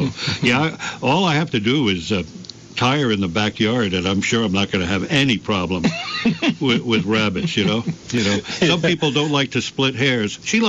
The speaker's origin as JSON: {"language": "English", "town": "Bronx", "region": "New York", "country": "United States", "said": "Well, I'm from the Bronx, you know."}